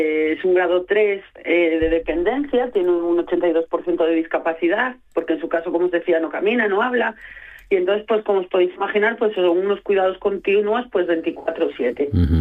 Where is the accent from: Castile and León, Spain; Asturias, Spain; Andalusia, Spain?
Asturias, Spain; Gijón; En este caso nosotros somos de Gijón, la llevamos a Oviedo